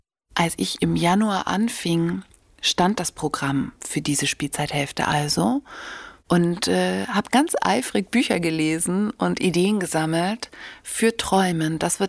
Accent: Bavaria, Germany; born or raised there

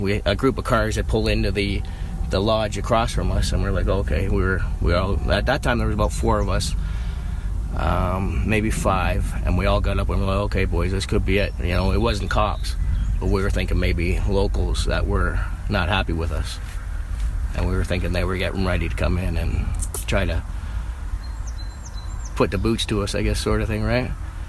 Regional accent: Toronto, Ontario, Canada; I didn't grow up there. I grew up in Scarborough, but a lot of my family there have born there, raised there

